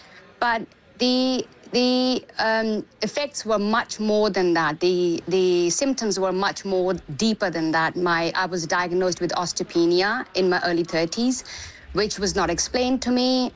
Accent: India; So I was born and raised in India, and I'm 45.

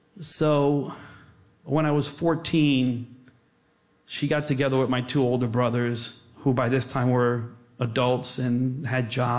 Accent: Plainfield, United States; So I grew up surrounded by a sea of boarded up houses. Growing up in Plainfield wasn't easy from the very beginning.

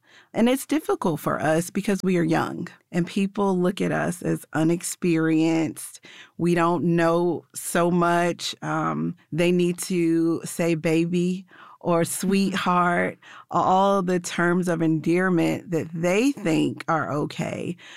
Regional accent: Memphis, Tennessee, United States; When I grew up in Memphis

